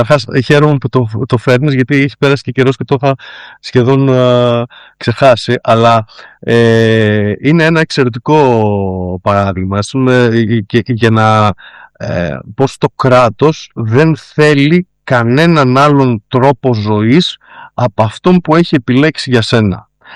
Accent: Epirus, Greece; από την ανάγκη του να ζήσω στην Ήπεθρο, ας πούμε, στο χωριό μου.

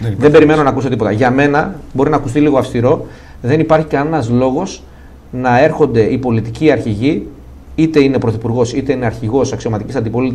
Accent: Greece; Εγώ δεν μπορώ να καταλάβω για ποιο λόγο εγώ που είμαι Έλληνας

